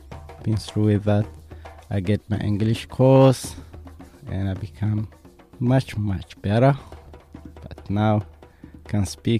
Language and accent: English; Eritrea; English is a second language; moved away as an adult; now in Australia; I came from Africa, Eritrea. I came to Australia 1995. I like Australia, but quite different with the culture and food, language and weather.